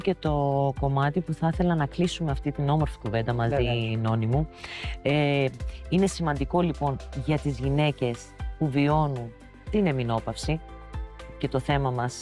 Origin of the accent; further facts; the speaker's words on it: Crete, Greece; born there; και εγώ το ίδιο είμαι, επειδή γεννήθηκα στην Κρήτη.